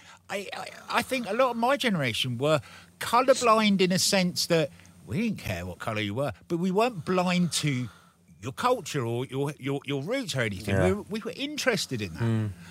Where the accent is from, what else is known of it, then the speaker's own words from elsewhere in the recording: England, United Kingdom; I'm English as well. My dad's Irish. Oh, I have one great-grandparent from England. The rest are from Spain, Portugal, Latvia, Lithuania and Ireland. I'm not very English, but I am.